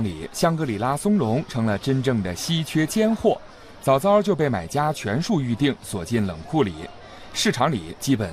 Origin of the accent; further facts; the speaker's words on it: Yunnan, China; 以往咱们云南人不那么稀罕的谷熟菌